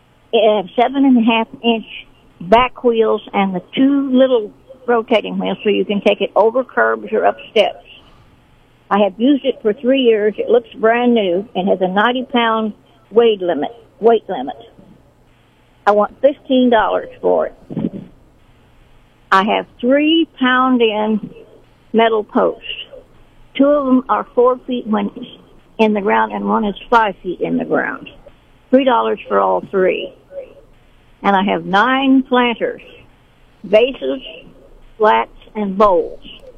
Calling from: Sedalia, Missouri, United States; Okay, I'm calling from Sedalia.

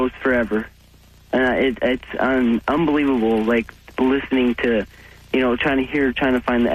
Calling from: Seattle, Washington, United States; from Seattle.

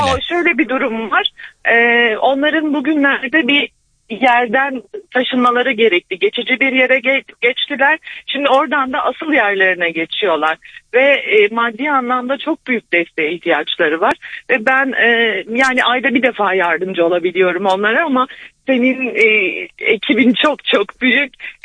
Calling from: Ankara, Turkey; ben Ankara'dan arıyorum.

